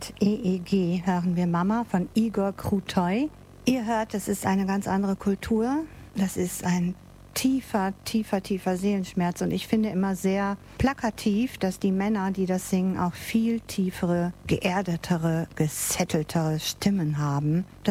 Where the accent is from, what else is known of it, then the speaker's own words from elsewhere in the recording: Germany; Ich bin selber Deutsche